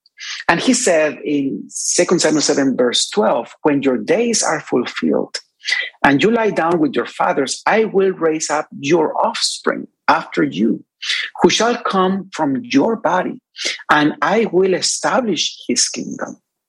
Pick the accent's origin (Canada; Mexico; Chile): Mexico; now in United States; I am originally from Mexico. I have been teaching in Monteverde University in Mexico also for several years. I pastored in Mexico for many years.